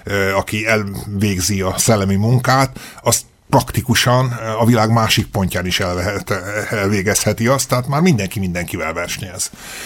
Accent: Eger, Heves, Hungary; moved away; Én Egerben nőttem föl, itt voltam diák, itt ugye a régi ötös iskolába jártam, ami ugye nem messze van innen a Szent István Rádió stúdiójától a szomszédba éppen a sarkon, aztán pedig a Gárdonyi gimnáziumba

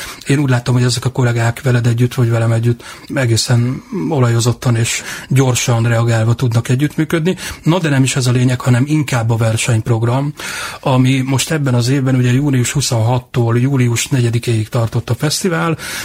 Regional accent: Salgótarján, Nógrád, Hungary; born there; Tarjánéban születtem, igen

